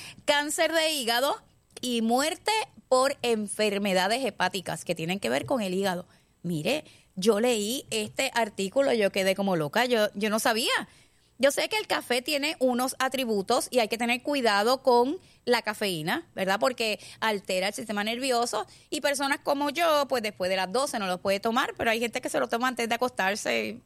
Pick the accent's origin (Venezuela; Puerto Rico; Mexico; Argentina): Puerto Rico; somos puertorriqueños cafeteros hasta el ña.